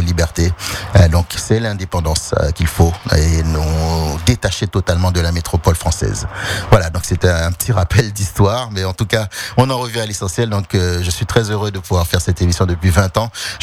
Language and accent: French; Haiti; je ne peux pas me dédoubler comme on dit chez nous en Haïti.